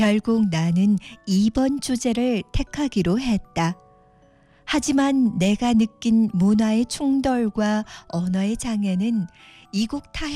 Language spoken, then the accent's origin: Korean; Yanji, Jilin, China; 그건 바로 내가 조선족이라는 것과 연길이라는 작은 도시에서 태어나 지금까지 자라났다는 거다.